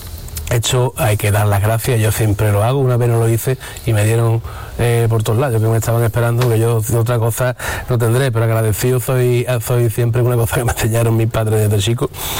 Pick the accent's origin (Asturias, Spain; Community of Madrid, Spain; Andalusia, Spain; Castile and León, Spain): Andalusia, Spain; Arcos de la Frontera